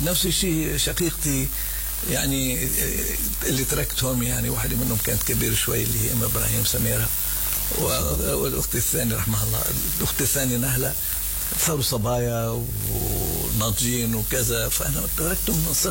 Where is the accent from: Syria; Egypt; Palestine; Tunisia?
Palestine; Jerusalem; هي مش مدينتي اللي أنا أحلم بها اللي أنا كنت أفكر بها، ولا هي مدينتي اللي أنا يعني حابب أرجع أشوفها. هلا بقيت القدس قدس، بس صرت بدك تعيش مع عالم جديد كامل.